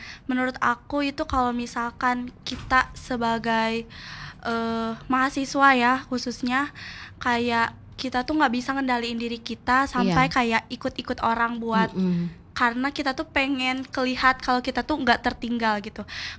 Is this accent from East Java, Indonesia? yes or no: no; Palembang, South Sumatra, Indonesia; moved away as an adult; Orang Palembang.